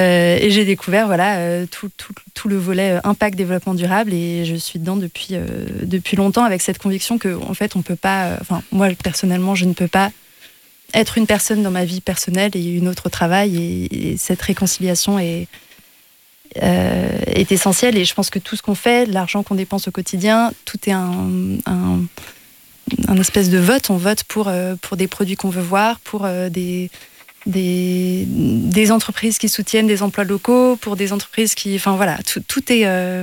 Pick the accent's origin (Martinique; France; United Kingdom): United Kingdom; J'ai grandi au Royaume-Uni, j'ai vécu plus de 20 ans là-bas. J'ai étudié, voyagé, travaillé beaucoup en Amérique latine et en Asie.